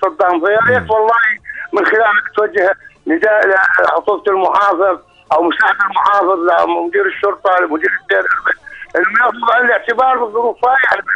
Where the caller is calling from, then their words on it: Irbid, Irbid Governorate, Jordan; من اربد، حكيت معك من اربد. … حكيت معك.